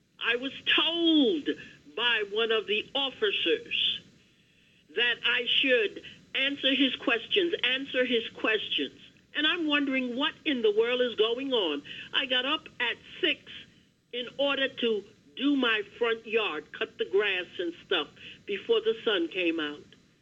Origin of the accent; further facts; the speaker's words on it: Long Island, New York, United States; So anyone out there … from Long Island, and I've called BAI a number of times